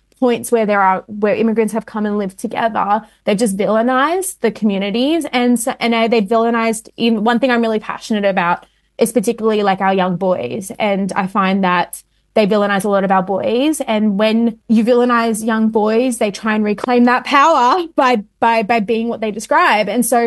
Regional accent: Sydney, New South Wales, Australia; Without knowing that I was from Western Sydney

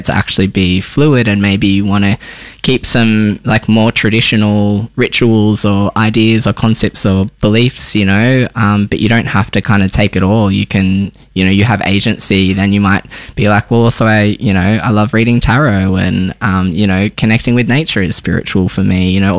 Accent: Tamworth, New South Wales, Australia; also born or lived in Sydney; now in Melbourne, Australia; I grew up in Tamworth. I moved to Sydney, did my studies, started the church there, did all my kind of like harsh Christianity, wonderful Christianity journey in Sydney, and then I've been down in Naarm in Melbourne for the last year or so.

